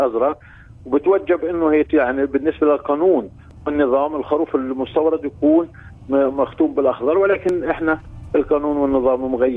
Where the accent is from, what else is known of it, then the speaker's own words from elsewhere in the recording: West Bank, Palestine; عندنا في الضفة